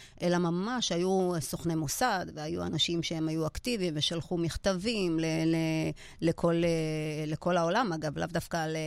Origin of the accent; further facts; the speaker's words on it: Netanya, Central District, Israel; also born or lived in Sudan; גדלתי בדרום נתניה, כמו שאמרתי, לאם חד-הורית, אנחנו ארבע אחיות